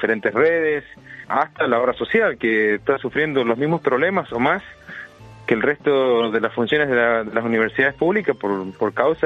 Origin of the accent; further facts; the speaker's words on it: Argentina; Y por supuesto, como argentino, es un orgullo tener la Feria del Libro.